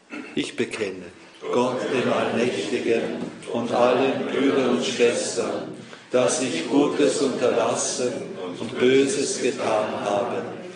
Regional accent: Eastern Austria, Austria; now in Vienna, Austria; Für mich aus ostösterreichischer Perspektive beginnt ja hinter Passau, dann schon der Nordpol.

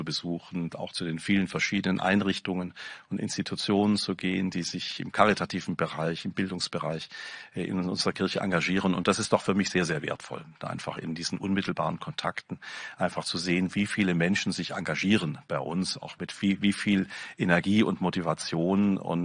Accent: Stuttgart, Baden-Württemberg, Germany; Ja, also ich bin in Stuttgart geboren und aufgewachsen und das hat mich natürlich sehr sehr geprägt

